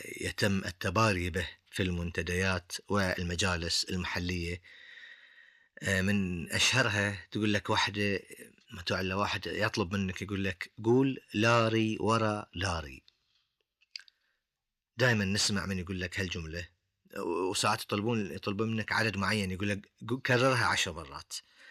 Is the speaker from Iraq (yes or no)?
no; Bahrain; حتى عندنا في البحرين سمعناها وحفظناها أيضا،